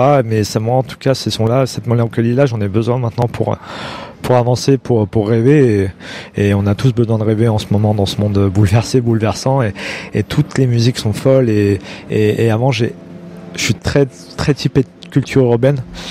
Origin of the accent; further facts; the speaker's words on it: Lyon, Auvergne-Rhône-Alpes, France; Je suis lyonnais, je suis très fier de l'être, je suis très chauvin par définition.